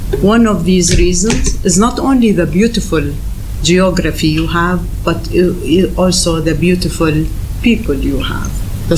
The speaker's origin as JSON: {"language": "English", "town": "Jaffa", "region": "Tel Aviv District", "country": "Israel", "said": "I originally come from Jaffa. I am a refugee from Jaffa."}